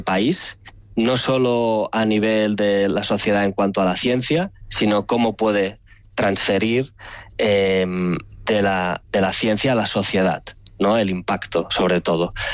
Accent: Barcelona, Catalonia, Spain

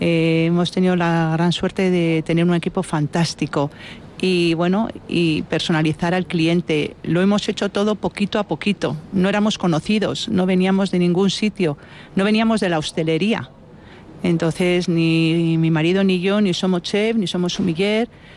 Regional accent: Vitoria, Basque Country, Spain; Pues a ver, yo soy de Vitoria, de una familia totalmente de estar en la calle, poteando y bueno, y disfrutando de vinos.

